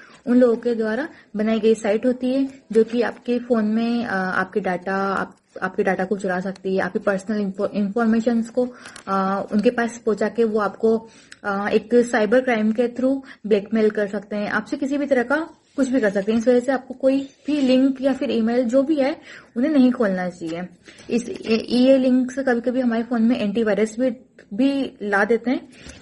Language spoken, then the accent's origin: Hindi; Bhawargarh, Rajasthan, India; मैं भवरगढ़ 12 राजस्थान से हूँ।